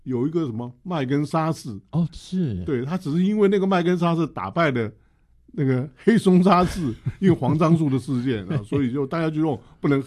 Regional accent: Taiwan; 啊，那我们台湾人年轻人不像美国人喜欢度假

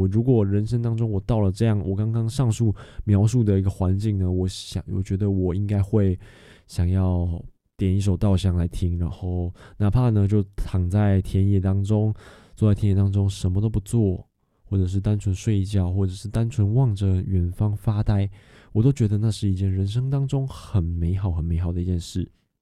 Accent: Chiayi, Taiwan; now in Taipei, Taiwan; 我小时候住在嘉义，那现在当然上来台北了

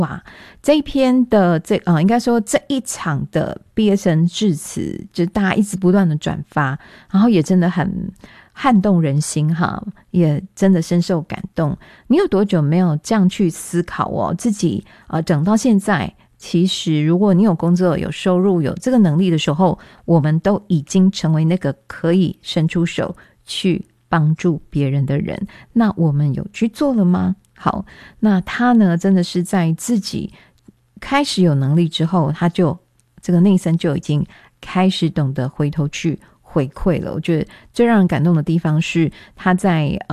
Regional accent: Taiwan; 我们自己在台湾长大的

